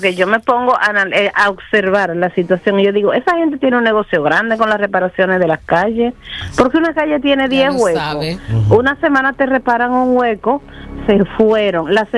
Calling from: Boston, Massachusetts, United States; yo vivo en East Boston, trabajo en Somerville

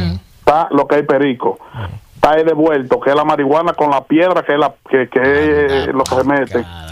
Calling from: Boston, Massachusetts, United States

